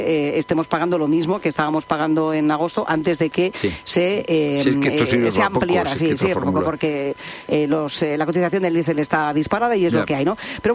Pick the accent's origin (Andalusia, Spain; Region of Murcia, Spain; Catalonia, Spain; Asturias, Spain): Region of Murcia, Spain; desde mi tierra querida, desde Murcia, en Jumilla